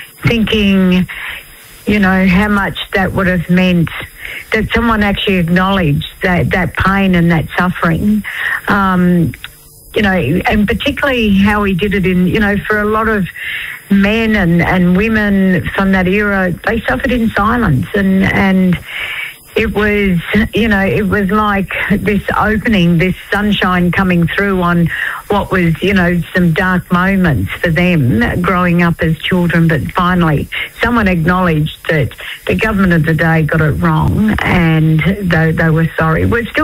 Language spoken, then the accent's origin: English; Northern Territory, Australia; Yeah, look, I'm from the Tiwi Islands. Well, my mum was from the Tiwi Islands.